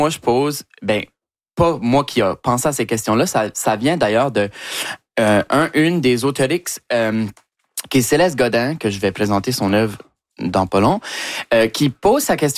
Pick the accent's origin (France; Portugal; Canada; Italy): Canada; Écoute, si je viens ici de parler de l'Acadie, il faut que je représente avec la merch de mon peuple.